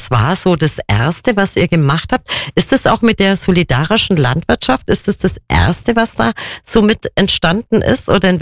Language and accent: German; Kempten, Bavaria, Germany; Ich bin ja auch gebürtige Allgäuerinner, Kemptnerin